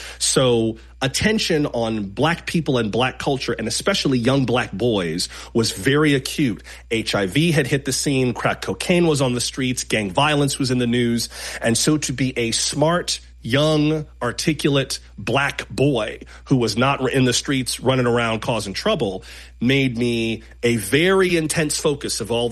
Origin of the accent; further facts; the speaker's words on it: Florida, United States; Yeah, and I grew up in South Florida. I'm from Palm Beach County, Florida